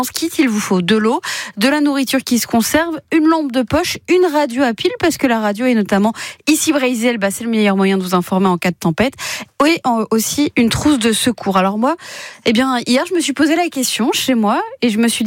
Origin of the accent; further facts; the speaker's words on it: Brittany, France; chez nous en Bretagne